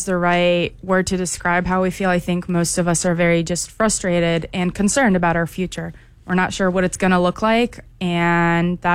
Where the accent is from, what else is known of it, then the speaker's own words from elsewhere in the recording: Israel; I always hesitate saying confidently that I'm from Israel.